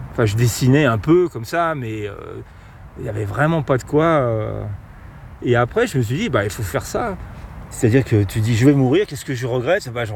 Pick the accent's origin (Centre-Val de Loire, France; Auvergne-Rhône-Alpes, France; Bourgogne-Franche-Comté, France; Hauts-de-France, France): Auvergne-Rhône-Alpes, France; Grenoble; je suis de Grenoble et ma mère m'emmenait souvent, très jeune, marcher.